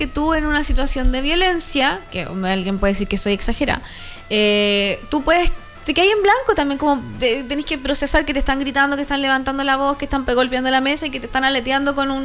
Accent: Chile; Que somos chilenos, yo creo que ese es el gran problema.

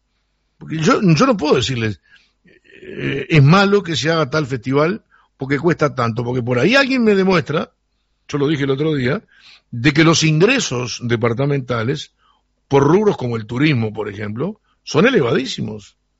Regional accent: Uruguay

